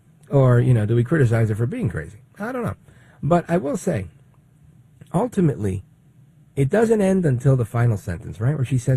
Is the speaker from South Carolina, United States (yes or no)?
no; Brooklyn, New York, United States; born there; My parents are from Puerto Rico. I was born in Brooklyn, but we one big, happy Puerto Rican family.